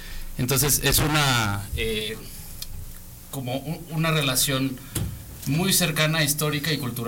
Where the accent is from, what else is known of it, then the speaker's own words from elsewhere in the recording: Morelia, Michoacán, Mexico; now in Aguascalientes, Mexico; Yo soy importado, yo soy de Morelia